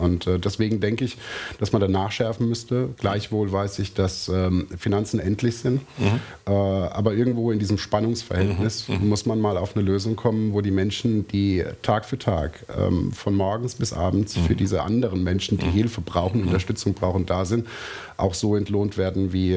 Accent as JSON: {"language": "German", "country": "Germany", "tie": "born or raised there", "first_language": "German", "said": "Und meine Mutter ist deutsch. Und ich bin deutsch sozialisiert worden. Mein Freundeskreis war deutsch. Das ist meine Muttersprache."}